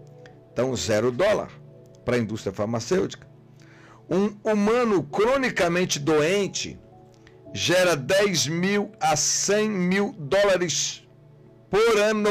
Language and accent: Portuguese; Minas Gerais, Brazil; born there; moved away; lá na minha região, lá em Minas Gerais, lá no Vale do Rio Doce